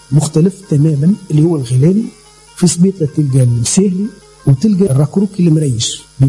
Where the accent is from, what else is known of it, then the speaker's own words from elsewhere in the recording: Kasserine Governorate, Tunisia; الغناء ماهوش من موروث فريانة ولا المجن، هذاك دخلته العروش المجاورة كيما الهنامة وكيما الفراشيش اللي هما ما ينتموش لمدينتي